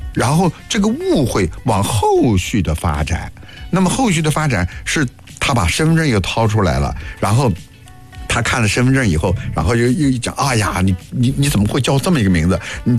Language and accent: Chinese; Nanjing, Jiangsu, China